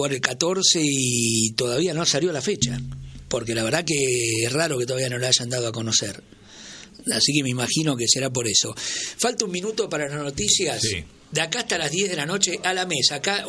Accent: Corral de Bustos, Córdoba, Argentina; moved away as an adult; Yo me vine de más grande, de Corral de Bustos.

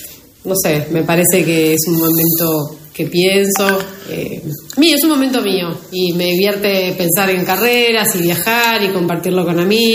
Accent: Buenos Aires, Argentina; moved away as an adult; now in Bolívar, Argentina; yo soy de Capital, nací allá y criada allá, y hace 15 años más o menos vivo acá en Bolívar.

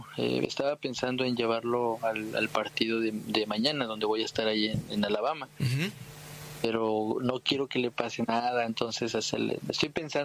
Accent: Mexico; como mexicano quiero que siempre le vaya bien a México

